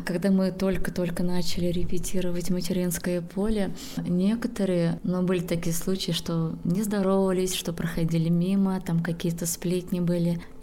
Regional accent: Chuvashia, Russia; У нас ни один праздник не проходит без песен чувашских, без танцев.

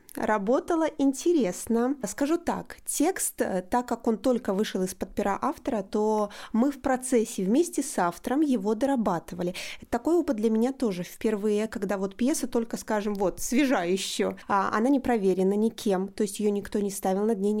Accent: Gomel, Gomel Region, Belarus; я режиссер из Беларуси, город Гомель.

